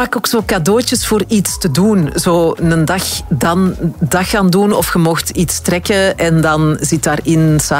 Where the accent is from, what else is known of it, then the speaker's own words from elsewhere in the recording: Antwerp, Flanders, Belgium; now in Limburg, Belgium; Ik ben van Antwerpen, dus ik doe twee keer moederdag.